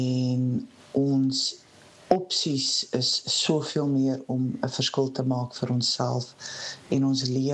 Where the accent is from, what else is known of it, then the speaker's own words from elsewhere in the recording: Port Elizabeth, Eastern Cape, South Africa; now in Ireland; Ek kom van PE af. Ek is nou in Ierland vir 'n paar jaar al. My sussie het van Suid-Afrika oorgegaan Amerika toe